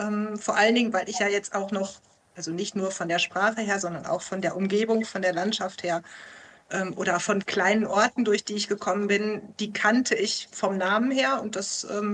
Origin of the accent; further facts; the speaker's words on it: North Rhine-Westphalia, Germany; also direkt im Sauerland von hier aus gesehen, von Paderborn aus gesehen, war mein Elternhaus. Also ich komme ursprünglich aus dem